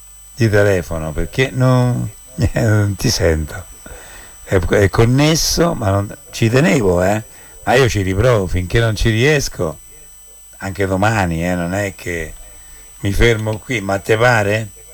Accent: Monteleone di Spoleto, Umbria, Italy; un saluto al mio paese

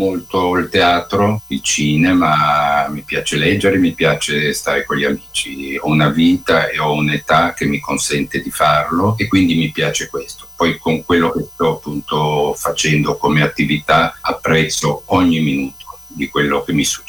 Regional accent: Milan, Lombardy, Italy; born there; Io sono di Milano e sono nato a Milano.

